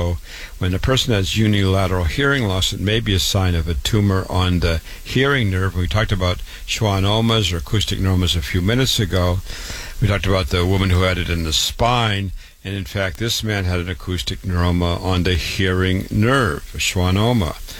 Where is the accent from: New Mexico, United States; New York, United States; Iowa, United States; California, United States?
Iowa, United States; Waterloo; board-certified doctor. I was born and raised in Waterloo, Iowa, public school, university, MD at 25